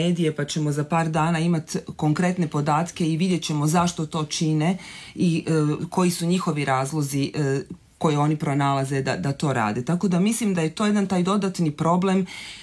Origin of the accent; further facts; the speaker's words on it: Croatia; Taj problem je kod nas u Hrvatskoj prilično izražen.